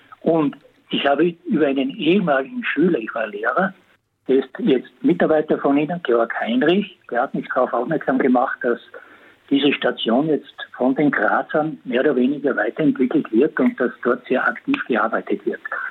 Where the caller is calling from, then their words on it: Bad Hofgastein, Salzburg, Austria; ich bin aus Bad Hofgastein